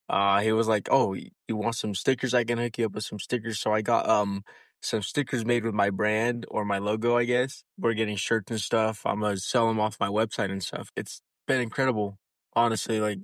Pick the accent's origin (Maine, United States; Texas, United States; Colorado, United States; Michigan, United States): Colorado, United States; Briggsdale; I think they say something that they say in Briggsdale is, like, you're protected, like, in the Little Briggsdale bubble, because you never go out. You're from a super tiny community